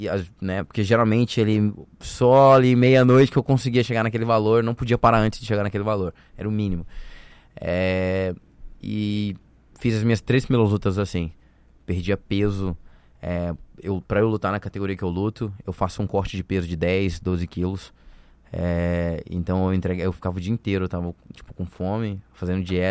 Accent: Roraima, Brazil; moved away as an adult; now in London, United Kingdom; como um bom brasileiro, Makuxi

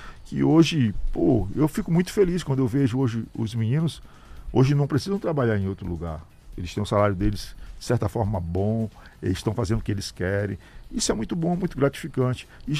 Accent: Alto Alegre, Brazil; Eu nasci em Alto Alegre, vivi parte da minha vida em Alto Alegre.

